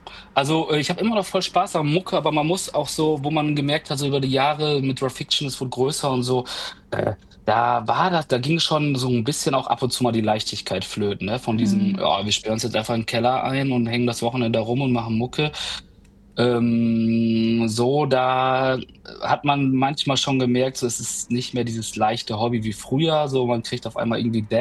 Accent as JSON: {"language": "German", "town": "Hörstel", "region": "North Rhine-Westphalia", "country": "Germany", "tie": "born there", "moved": "as an adult", "lives_now": "Osnabrück, Germany", "said": "ich komme ursprünglich aus Hörste. Das ist ein kleines Dorf in Kreis Steinfurt in NRW. Und genau, da komme ich ursprünglich her. Ich bin vor 19 Jahren nach Osnabrück gezogen."}